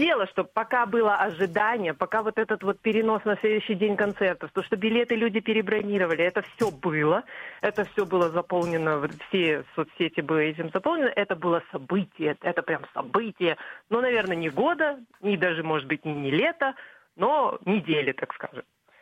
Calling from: Almaty, Kazakhstan; Я звоню вам с Алматы

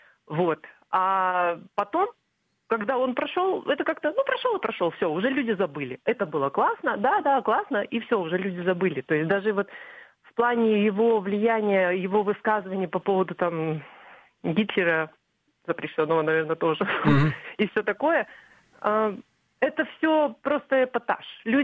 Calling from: Almaty, Kazakhstan; Я звоню вам с Алматы

